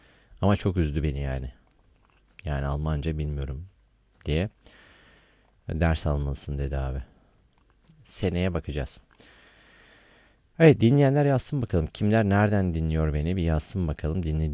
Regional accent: Iğdır, Turkey; tabii ben doğu kökenli bir insanım Iğdırlıyım.

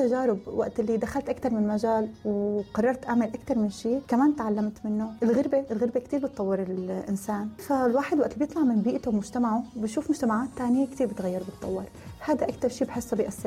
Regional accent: Syria; now in United Arab Emirates; ونحن كسوريين محبوبين بالإمارات. يعني أنا عن تجربتي، أنا سلا تجربتي شي 7 سنين تاكل، بس نحن كسوريين شعب محبب بالإمارات.

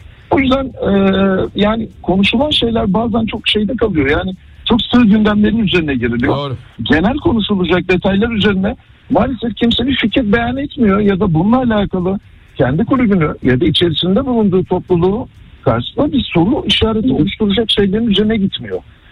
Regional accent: İzmit, Kocaeli, Turkey; born or raised there

